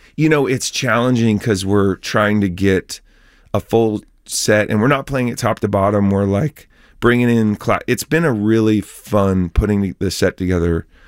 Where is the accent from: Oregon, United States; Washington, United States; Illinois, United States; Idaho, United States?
Oregon, United States; Eugene; now in Nashville, United States; So I'm from Eugene, Oregon originally. Sixth generation Oregonian.